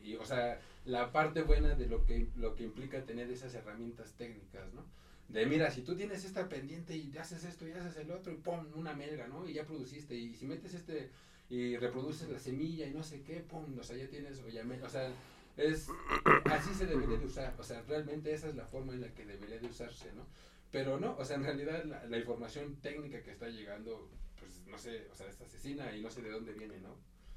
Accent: Hidalgo, Mexico; algo que me llama la atención y que me desquicia de mi pueblo, es que realmente está bien dividido

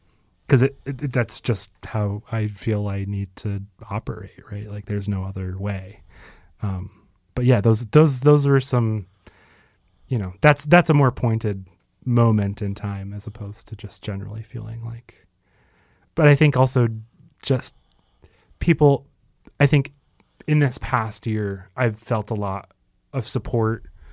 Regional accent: Oak Park, Illinois, United States; I grew up in Oak Park, which is one of the first suburbs west of the Chicago like border.

